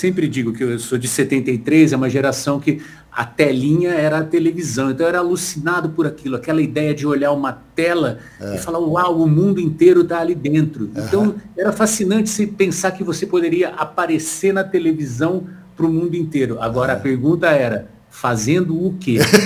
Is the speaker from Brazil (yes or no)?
yes; Bauru, São Paulo, Brazil; moved away as an adult; Nasci em Bauru.